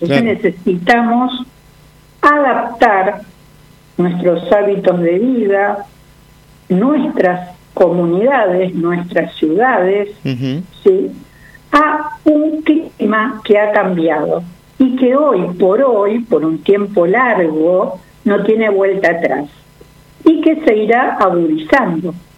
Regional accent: Santa Fe, Argentina; soy santafesina

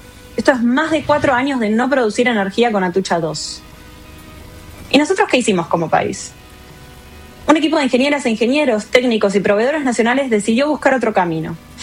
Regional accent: Argentina; moved away as an adult; now in Paris, France

